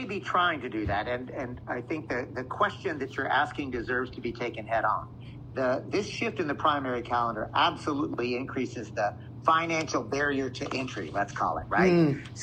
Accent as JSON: {"language": "English", "region": "Texas", "country": "United States", "tie": "born or raised there", "said": "I'm from Texas, right? And I'm 63 years old from Texas."}